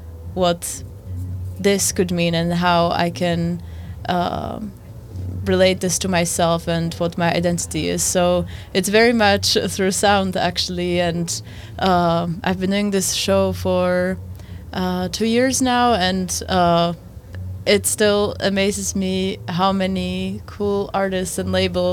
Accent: Bratislava, Bratislava Region, Slovakia; At some point, I visited Bratislava, my hometown, and I went to some music events there.

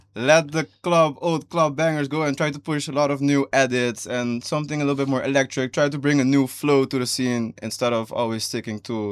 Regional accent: Curaçao; moved away as an adult; now in Netherlands; I was born and raised in Curaçao, and then I came to the Netherlands to study. So my roots are in the Caribbean. My grandparents are from Suriname.

